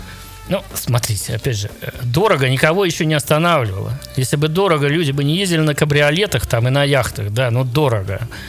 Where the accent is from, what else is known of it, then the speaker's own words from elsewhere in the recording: Saint Petersburg, Russia; Во-первых, я ленинградец, да. Я очень люблю наш город.